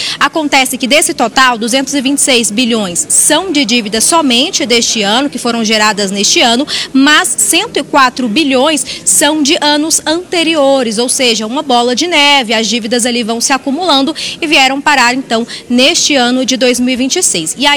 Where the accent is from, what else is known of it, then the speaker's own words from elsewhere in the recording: Brazil; Nós que somos brasileiros